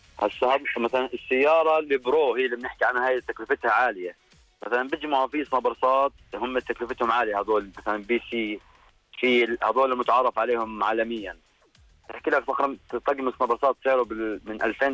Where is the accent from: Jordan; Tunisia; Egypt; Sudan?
Jordan; في عندنا مثلا اثنين كباتن ثلاث في الأردن بعطوا دورات.